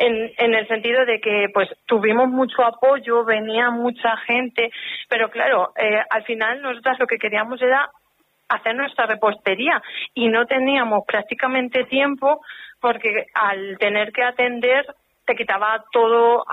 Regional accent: Tomelloso, Castilla-La Mancha, Spain; somos de Tomelloso y somos graciosos.

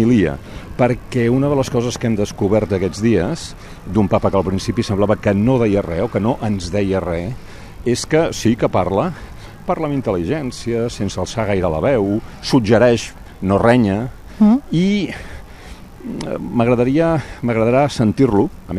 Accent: Barcelona, Catalonia, Spain; Jo crec, o almenys per mi com a barceloní

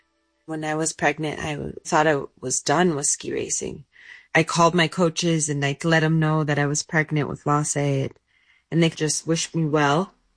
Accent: Colorado, United States; I grew up in Colorado. I was born to a ski shop owner. named Buzz. I grew up basically with skis on my feet.

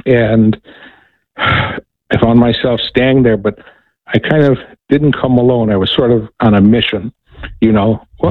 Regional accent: United States; as an American, as an Italian American

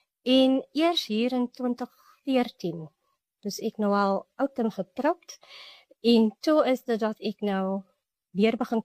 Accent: Belhar, Western Cape, South Africa; trotse meisie van die klein dorpie Bellaar. Dit is een van die lekkerste plek om in groot te word

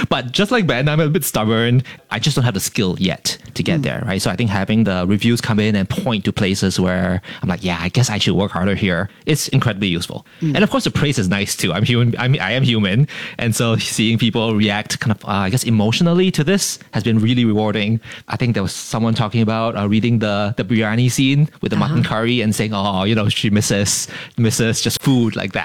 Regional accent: Singapore; We're Singaporean

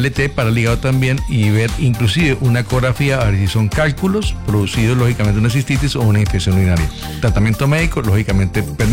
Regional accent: Cúcuta, Norte de Santander, Colombia; also born or lived in Bogotá; crecí, nací en un barrio muy común, que es el barrio San Miguel. Muy común, me crié en el barrio, en otro barrio, luego me fui para Bogotá, estudié, regresé a mi ciudad. Amo y adoro mi ciudad. Es la ciudad más linda que conozco, y yo conozco casi todo Colombia, pero yo no cambio mi Cúcuta por nada de este mundo.

